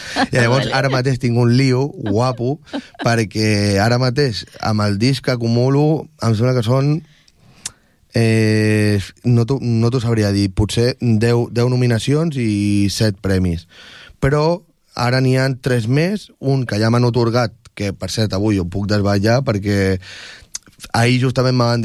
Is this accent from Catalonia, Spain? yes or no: yes; Tordera, Catalonia, Spain; now in Barcelona, Spain; A Barcelona, que és on soc. Soc de Tordera, però de Barcelona, i també els meus estudis els he fet a Barcelona